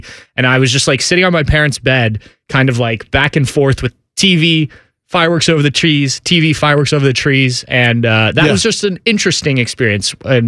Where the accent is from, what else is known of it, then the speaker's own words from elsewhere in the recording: Upper Arlington, Ohio, United States; born there; also born or lived in St. Louis, Missouri; And Upper Arlington, where I grew up after we moved from St. Louis